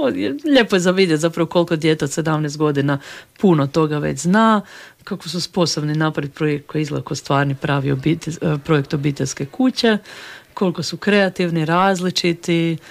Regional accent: Pazin, Istria County, Croatia; ja sam inače iz Pazina

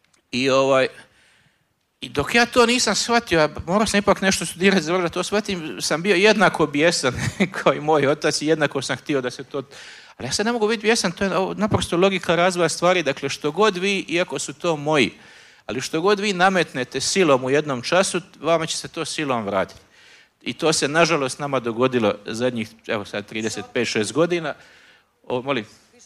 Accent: Mostar, Federation of Bosnia and Herzegovina, Bosnia & Herzegovina; born there; moved away; Mostarom kojih se ja sjećam kao dijete.

